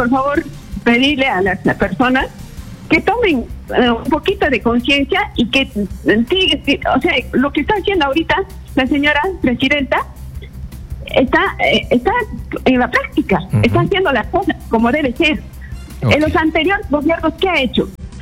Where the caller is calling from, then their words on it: Apurímac, Peru; yo soy del sur, ¿no?, de Apurímac